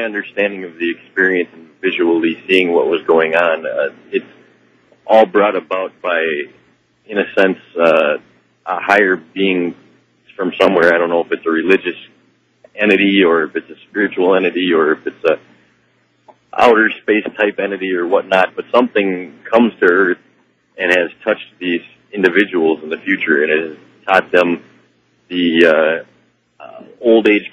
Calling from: Minnesota, United States; I'm listening on KSTP in Minnesota.

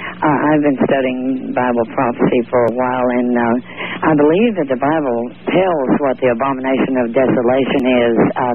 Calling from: Memphis, Tennessee, United States; calling from Memphis, Tennessee.

